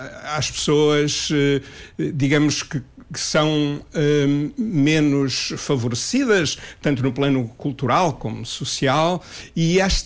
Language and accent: Portuguese; Benguela, Angola; moved away; Eu cresci em Benguela, brinquei no Rio Corinje descalço com estas crianças. Fui uma delas, aliás. Também andei numa escola primária que não era privada, que era do Estado.